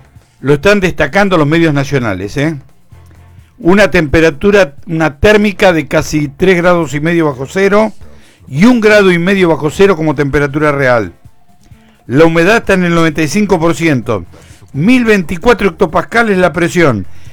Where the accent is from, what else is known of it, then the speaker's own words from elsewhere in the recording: Argentina; soy un ciudadano argentino